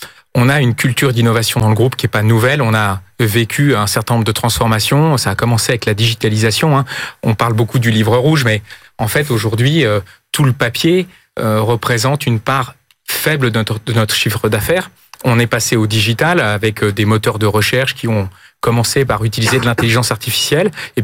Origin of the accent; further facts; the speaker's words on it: Nantes, Pays de la Loire, France; now in Paris, France; Moi, je ne suis pas parisien à l'origine, je suis nantais.